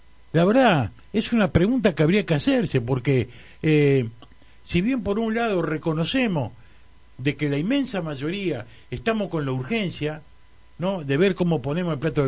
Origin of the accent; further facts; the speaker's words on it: Argentina; ¿podemos decir, somos argentinos porque nacimos acá?